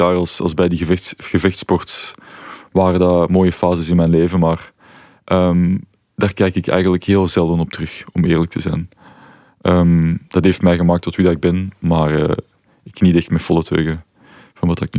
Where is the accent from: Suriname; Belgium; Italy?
Belgium; Antwerp, Flanders; Ik kom uit Antwerpen